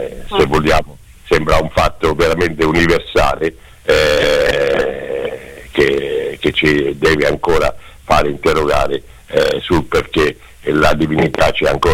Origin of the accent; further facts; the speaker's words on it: Perugia, Umbria, Italy; io Perugino per esempio, e quindi ho nel sangue il sangue di San Giuliano che uccise per gelosia